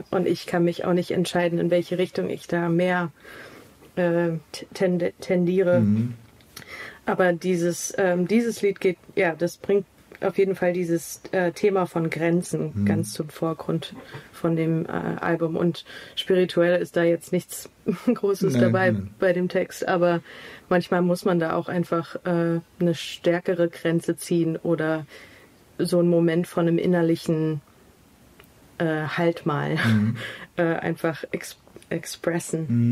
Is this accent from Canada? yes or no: yes; Canada; German is a second language; moved away as an adult; also born or lived in New Zealand; now in Germany; weil ich bin auch nicht in Deutschland aufgewachsen. Es ist wirklich nicht meine Muttersprache, obwohl meine Mutter Deutsch ist. Und also in Kanada und Neuseeland aufgewachsen zu sein und dann mit 18 zum ersten Mal nach Deutschland zu ziehen, auch damals relativ akzentfrei.